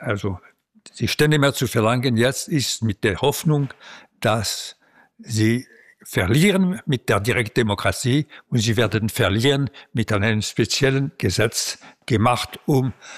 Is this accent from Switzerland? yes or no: yes; Switzerland; Als Schweizer bin ich für die Verfassung.